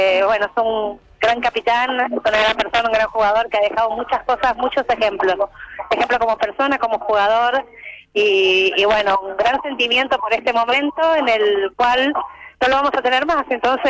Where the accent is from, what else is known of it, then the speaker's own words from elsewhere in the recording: La Matanza, Buenos Aires Province, Argentina; vengo de La Matanza, Rafael Camis.